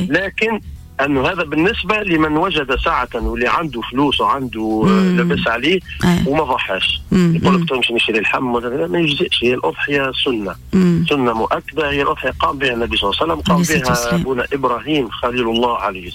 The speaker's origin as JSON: {"language": "Arabic", "country": "Tunisia", "said": "احنا ديما نمشيو في تونس, في بلادنا تونس ديما نمشيو على المذهب المالكي, كلنا معروفين احنا مالكية."}